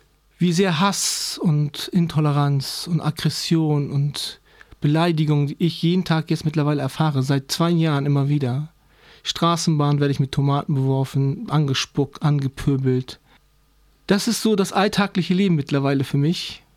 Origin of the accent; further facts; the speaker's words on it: Bremen, Germany; born there; Ich komme aus Walle und Bremen und bin hier geboren und bin Deutsch-Türke.